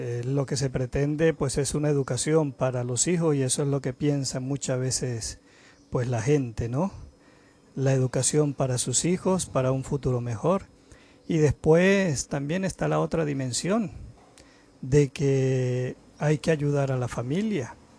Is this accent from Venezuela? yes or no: yes; Venezuela; moved away; Porque uno viene de una realidad que yo llegué o salí de Venezuela en el año 2018, cuando se perseguía a todos los jóvenes